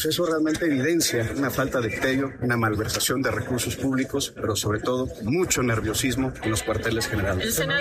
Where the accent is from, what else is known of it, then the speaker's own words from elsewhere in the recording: Magdalena de Kino, Sonora, Mexico; he dado mi acta de nacimiento, que soy originario de Magdalena de Quino, Sonora.